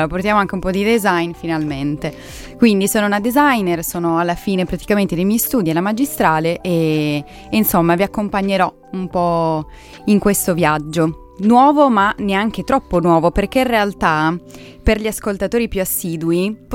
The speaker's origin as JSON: {"language": "Italian", "town": "Turin", "region": "Piedmont", "country": "Italy"}